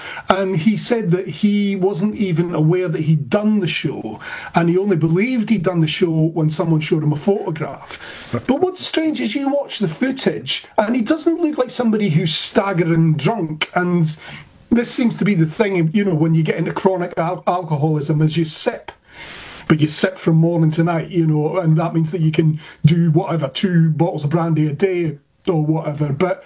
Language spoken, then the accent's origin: English; Scotland, United Kingdom; And also, also because, as your listeners might hear, I'm Scottish, right?